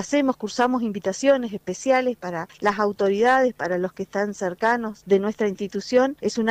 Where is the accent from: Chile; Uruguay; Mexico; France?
Chile; now in Bariloche, Argentina